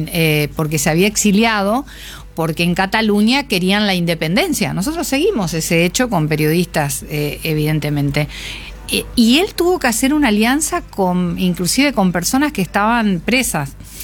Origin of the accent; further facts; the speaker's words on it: Argentina; la grieta no la tenemos solo los argentinos.